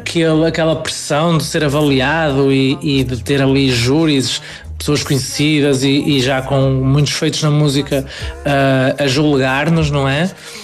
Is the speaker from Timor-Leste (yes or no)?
no; Felgueiras, Norte, Portugal; eu venho de Felgueiras, que é uma terrinha do distrito do Porto.